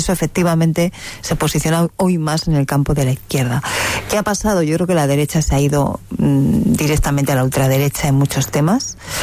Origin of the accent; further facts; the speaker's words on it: Zaragoza, Aragon, Spain; now in Madrid, Spain; aunque yo ahora vivo en Madrid, soy de Zaragoza, por lo tanto, estoy prácticamente en casa.